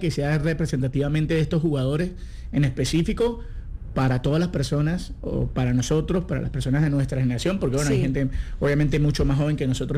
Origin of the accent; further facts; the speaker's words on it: Venezuela; Obviamente yo soy venezolano, yo nací detrás de un estadio de fútbol, yo soy fanático de un equipo que se llama el Caracas, entonces tengo ídolos muy representativos de mi lugar